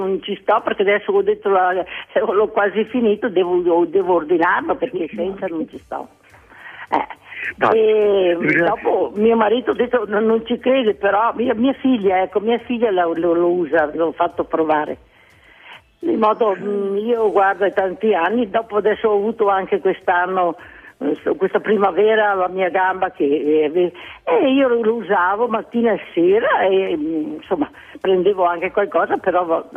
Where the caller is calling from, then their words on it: San Pietro di Lavagno, Veneto, Italy; Sono di San Pietro di Lavagno.